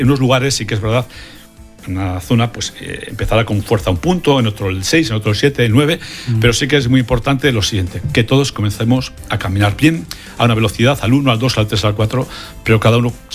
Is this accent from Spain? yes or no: yes; Navarre, Spain; Eslava, cerca de mi pueblo, en Ujué